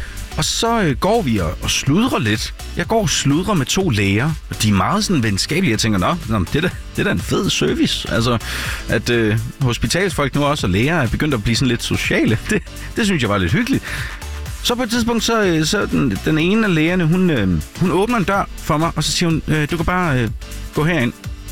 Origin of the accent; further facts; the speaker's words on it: Aarhus, Central Denmark Region, Denmark; born there; altså jeg er født i Aarhus, men jeg ved ikke lige.